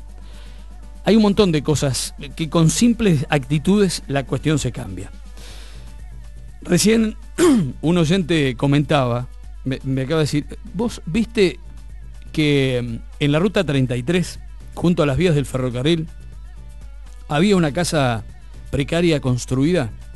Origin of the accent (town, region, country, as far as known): General Villegas, Buenos Aires Province, Argentina